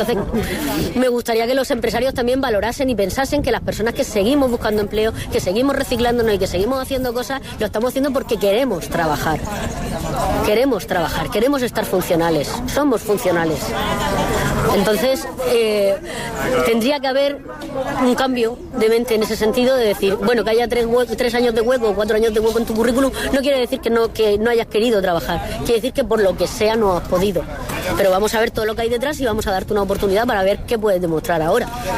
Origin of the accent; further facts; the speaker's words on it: Fuente Álamo, Region of Murcia, Spain; Me ha gustado siempre más la jardinería porque soy una familia de Fuente Álamo, de campo, y bueno, pues me ha gustado siempre más.